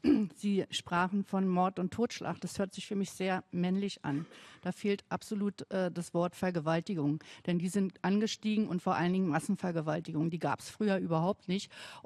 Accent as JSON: {"language": "German", "region": "Berlin", "country": "Germany", "said": "Ich bin Westberlinerin, ich komme aus Westberlin und da hatte ich nie Angst, dass es irgendwo dunkel ist."}